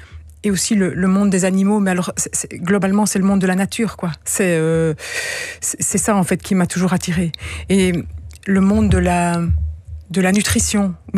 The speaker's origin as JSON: {"language": "French", "town": "Louvain-la-Neuve", "region": "Wallonia", "country": "Belgium", "tie": "born or raised there", "also_born_or_lived": "Brussels", "said": "Alors pour la petite histoire, je suis bruxelloise à la base, mais on habitait du côté de Louvain-la-Neuve dès le début."}